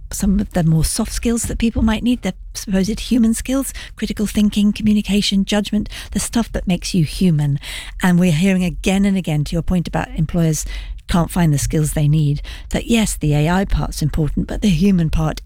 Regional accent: London, United Kingdom; Because as a Londoner right now, it's pretty hard to understand, okay, what jobs are they going to be for me?

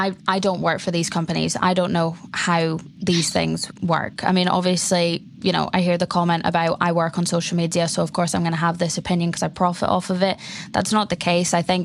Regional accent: a Scottish island, Scotland, United Kingdom; I'm from a Scottish island

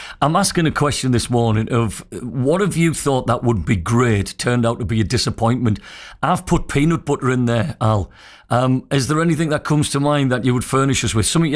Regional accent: Trimdon, North East England, United Kingdom; moved away as an adult; also born or lived in Gateshead; You know, because I'm from Trimden, and the first time I had it, it was when I moved to Gateshead. I think I was 21 the first time.

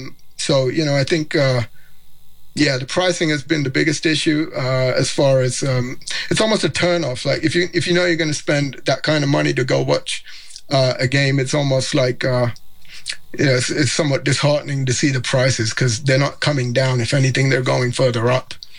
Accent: Wembley, London, United Kingdom; even though I'm originally from Wembley, the home of football.

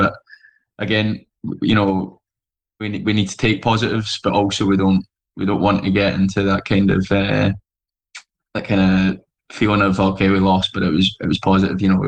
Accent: Scotland, United Kingdom; born there; also born or lived in Crewe, Cheshire / England; I think if you asked 100 people who spoke to me if I was English or Scottish, I think almost 100 would come out with Scottish. So, yeah, Scottish for sure.

